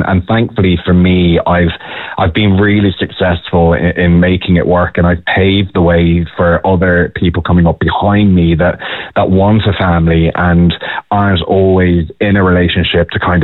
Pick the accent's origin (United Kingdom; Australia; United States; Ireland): Ireland; So growing up in Ireland as a closeted gay guy, I guess, way back when, I just came to terms with the fact that I'd never be a dad